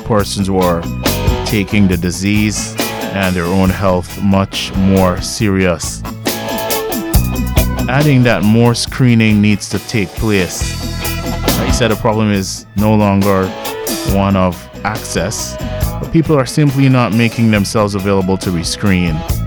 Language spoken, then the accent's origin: English; Guyana; I grew up in Guyana and I could remember the country was always like that.